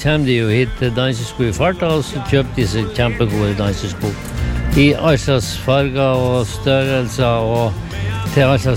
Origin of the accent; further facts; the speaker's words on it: Ørnes, Nordland, Norway; Ja, kommer vi fra Ørnes i Meløy, alt med Saltstrømmen.